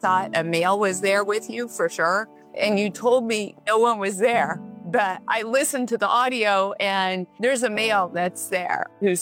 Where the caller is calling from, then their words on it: southern France, France; Yes, Southern France.